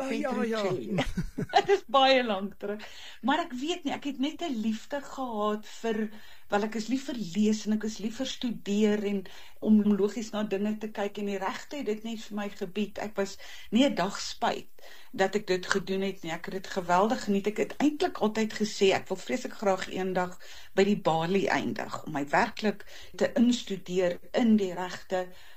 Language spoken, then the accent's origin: Afrikaans; Klerksdorp, North West, South Africa; born there; Gebore in Noordwes in die goeie ou Klerksdorp.